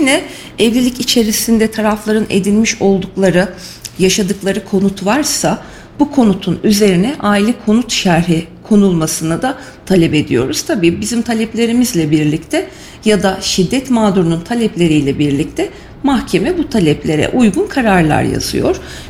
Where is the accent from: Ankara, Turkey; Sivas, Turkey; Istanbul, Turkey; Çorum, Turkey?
Ankara, Turkey; Memleketim Ankara.